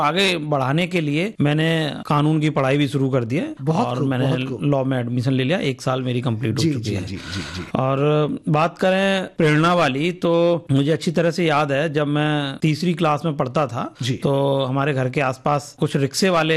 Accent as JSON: {"language": "Hindi", "town": "Agra", "region": "Uttar Pradesh", "country": "India", "tie": "born or raised there", "said": "देखिए, मैं प्रॉपर आगरा से ही हूं और आगरा में ही मेरा जन्म हुआ है"}